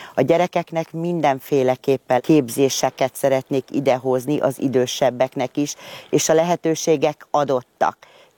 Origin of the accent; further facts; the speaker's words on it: Piskó, Baranya, Hungary; itt nőttem föl.